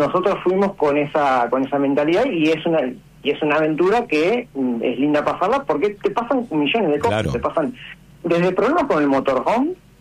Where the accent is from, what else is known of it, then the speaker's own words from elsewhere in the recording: Banfield, Buenos Aires Province, Argentina; Yo soy de Banfield.